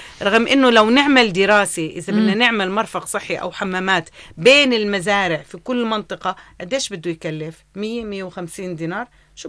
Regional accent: Jordan; عندنا بالأردن

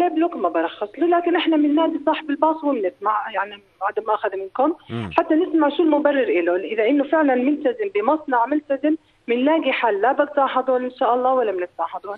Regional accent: Jordan; اردنيه احنا

